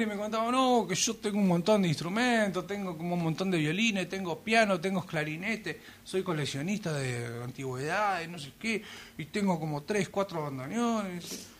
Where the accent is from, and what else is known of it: Argentina